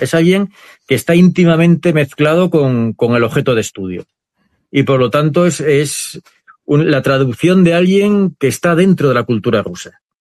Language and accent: Spanish; Spain; Yo es que soy español y creo en la lotería.